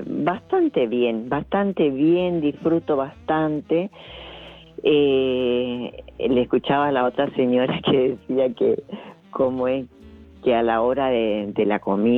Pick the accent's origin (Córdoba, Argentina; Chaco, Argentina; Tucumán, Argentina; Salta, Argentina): Chaco, Argentina; Del Chaco.